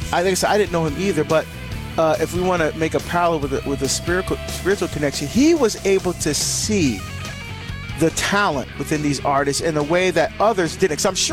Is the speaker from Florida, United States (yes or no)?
no; New Jersey, United States; born there; moved away; as we say, like down the shore, again, back in my home state.